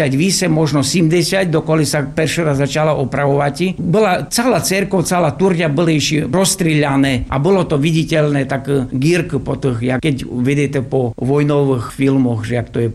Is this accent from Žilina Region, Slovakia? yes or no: no; Piskorovce, Prešov Region, Slovakia; U nás v Pískorivcoch bol hlavný láger tu v tejto oblasti, partizánske láger dumám.